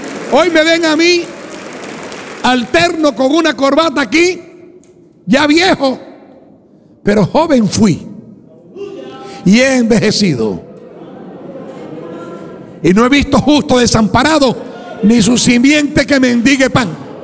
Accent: Cuba; moved away

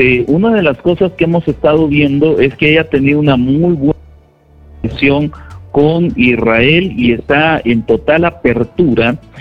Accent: Guatemala; now in Peru; aunque yo soy de Guatemala, amo muchísimo Perú.

